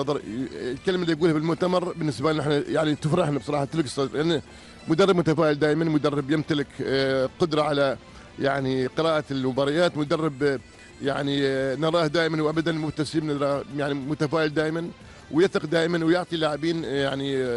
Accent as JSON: {"language": "Arabic", "town": "Jeddah", "region": "Makkah Province", "country": "Saudi Arabia", "said": "إحنا جينا هنا من السعودية في جدة من أجل المنتخب"}